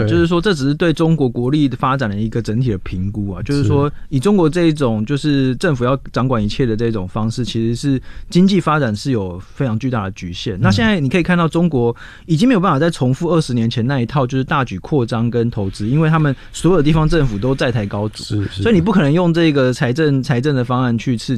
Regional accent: Taiwan; 我们台湾人

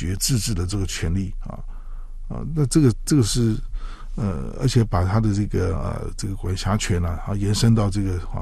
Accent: Taiwan; 香港人甚至包括我们台湾人都面临了这个这个中国大陆他最近在推动什么这个民族团结促进法

